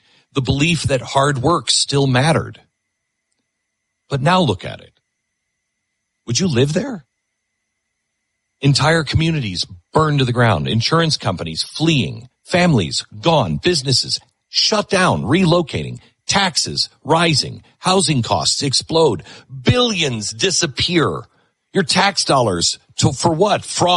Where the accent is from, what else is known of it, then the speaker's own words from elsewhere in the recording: Mount Vernon, Washington, United States; I grew up in the Seattle area, Mount Vernon, Washington, a little teeny town north of Seattle.